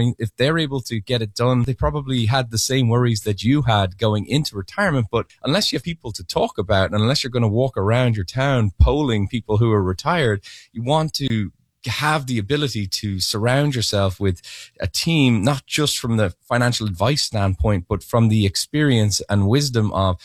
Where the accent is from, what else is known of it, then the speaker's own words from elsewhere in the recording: Ireland; speaking as an Irish person